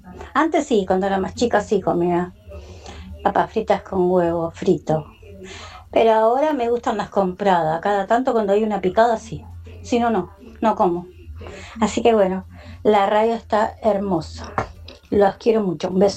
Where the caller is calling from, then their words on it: Florencio Varela, Buenos Aires Province, Argentina; de acá, de Florencio Varela.